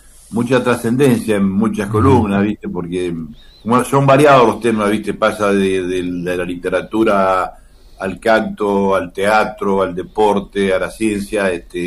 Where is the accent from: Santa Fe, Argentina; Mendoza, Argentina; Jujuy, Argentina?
Mendoza, Argentina